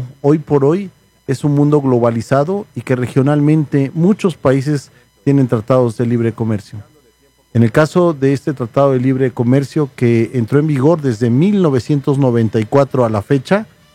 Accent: Mexico; sin duda lo digo, y no como mexicano.

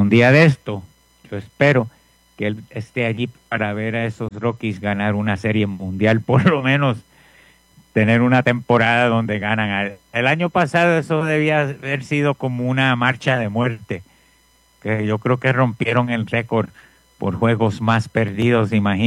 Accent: Puerto Rico; now in Denver, United States; Cuando los mexicanos, cuando yo primero vine aquí a Denver, los mexicanos me vacilaban. Me decían, ¿dónde tú eres? De Puerto Rico. Puerto Rico. Ahí soy yo, de Puerto Rico.

